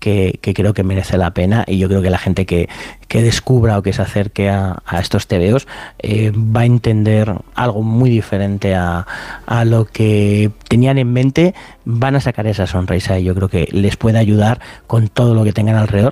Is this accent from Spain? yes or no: yes; Spain